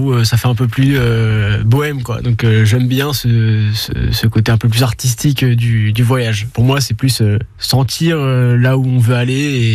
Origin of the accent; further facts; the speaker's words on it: Caen, Normandy, France; je suis né ici, à Caen, du coup. Et j'ai grandi ici, plus dans la campagne, du coup, aux alentours. Mais bon, j'étais au collège ici, à Caen